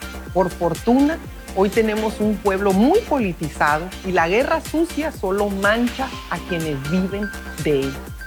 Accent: Baja California, Mexico; el pueblo de mi tierra, Baja California.

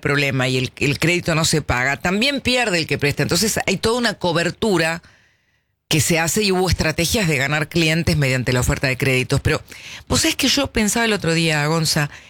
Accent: Argentina

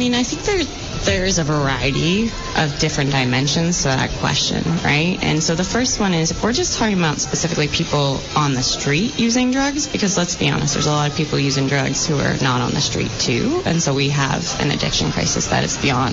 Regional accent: Vermont, United States; born or raised there

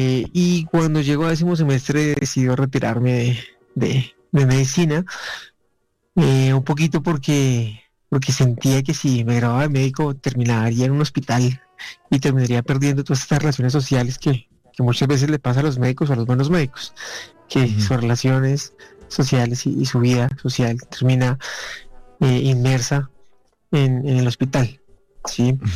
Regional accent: Colombia; born or raised there; also born or lived in Bogotá

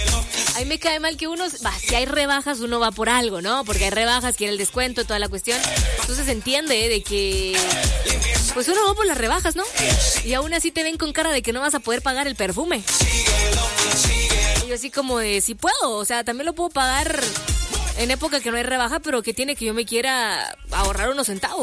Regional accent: Guatemala; si somos chapines, hombre, no ve que se nos sale aquí el barrio

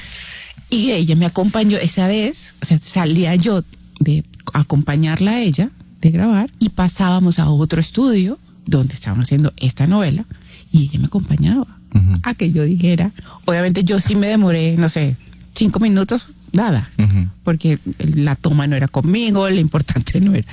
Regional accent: Valencia, Carabobo, Venezuela; yo soy de Valencia

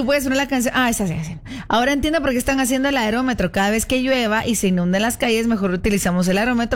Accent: Guatemala; así somos los guatemaltecos, somos bien chutes.

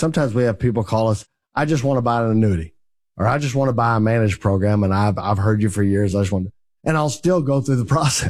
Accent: Texas, United States; accent: Texas; my crazy Texas accent

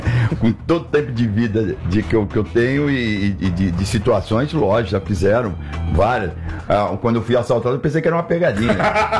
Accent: São Paulo, Brazil; Eu nasci na Parada Inglesa, Zona Norte de São Paulo, uma família simples, humilde, batalhadora, tranquila, imigrante português

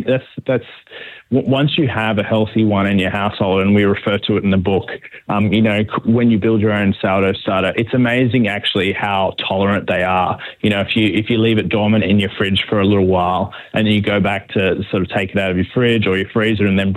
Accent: Sydney, New South Wales, Australia; also born or lived in Melbourne

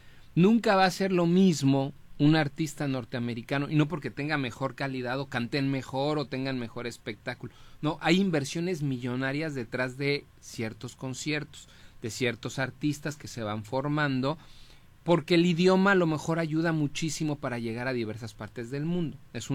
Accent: Mexico; de los de nuestra genética como mexicanos

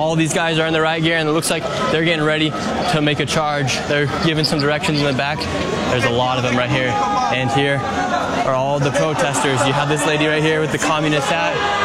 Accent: France; I'm out here from France.

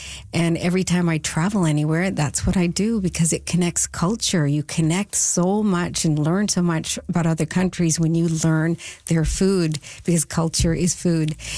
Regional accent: Newfoundland and Labrador, Canada; I grew up in Newfoundland

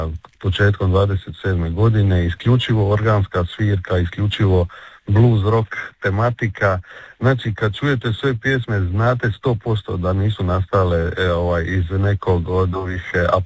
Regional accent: Dalmatia, Croatia; now in Zagreb, Croatia; ali svi smo u Zagrebu, evo, znači manje više svi Dalmatinci na privremenom radu u Zagrebu

